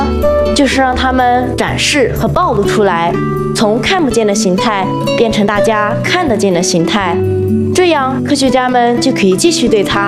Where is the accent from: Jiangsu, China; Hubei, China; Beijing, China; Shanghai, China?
Hubei, China; Shiyan; 在我的家乡就有一群修蛋专家，全名就是恐龙蛋修理师